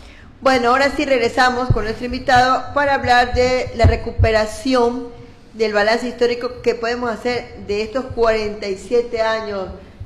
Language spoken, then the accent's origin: Spanish; Manabí, Ecuador; felicitarla desde acá, como ecuatorianos y como manavitas